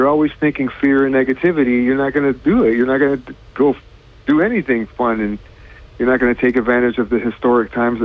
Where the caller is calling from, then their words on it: Binghamton, New York, United States; in Binghamton.